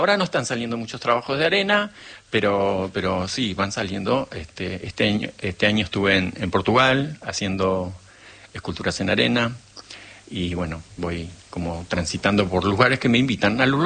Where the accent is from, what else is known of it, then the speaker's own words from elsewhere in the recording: Bariloche, Río Negro, Argentina; Entonces pasé de la escuela alemana de Bariloche, yo nací en Bariloche, a la escuela rural del Manso.